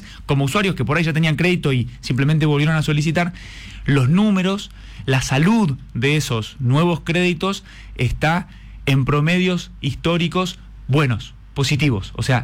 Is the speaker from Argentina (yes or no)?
yes; Argentina; nosotros como argentinos